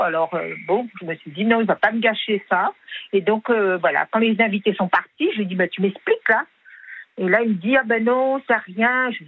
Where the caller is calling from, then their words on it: Switzerland; je viens de Suisse